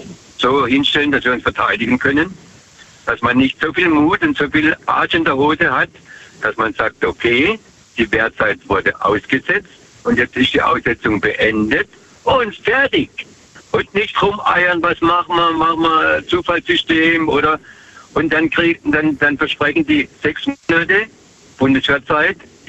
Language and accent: German; Herbolzheim, Baden-Württemberg, Germany; Herbolzheim.